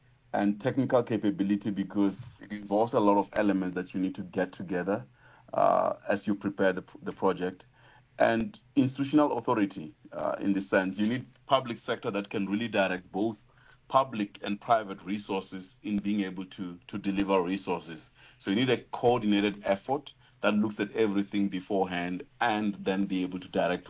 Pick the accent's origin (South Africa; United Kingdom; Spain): South Africa